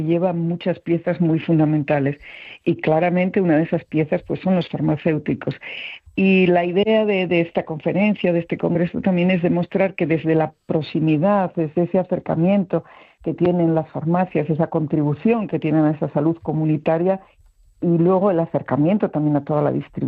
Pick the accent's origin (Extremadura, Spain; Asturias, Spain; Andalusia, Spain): Asturias, Spain; Siendo asturiana y hablando con amigos asturianos, pues digo, mira, esto va a ser la reconquista de la OMS, ¿no?